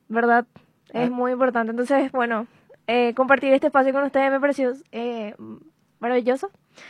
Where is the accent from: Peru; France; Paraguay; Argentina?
Paraguay; Y realmente nosotros como paraguayos